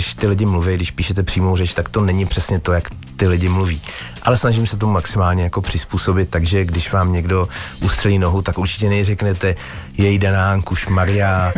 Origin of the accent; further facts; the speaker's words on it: Moravian-Silesian Region, Czechia; Já jsem z Bruntálska, takže u nás se samozřejmě mluvím sprostě.